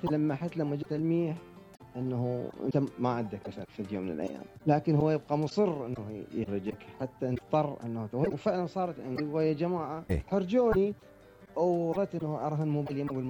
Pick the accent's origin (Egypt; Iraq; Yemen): Iraq; moved away; انا كعراقي من طلعت من العراق رحت هناك تايوان